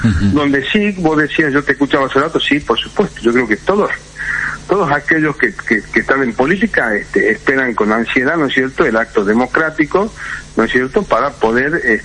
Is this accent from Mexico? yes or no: no; Rosario de la Frontera, Salta, Argentina; yo soy del interior, yo soy de Rosario de la Frontera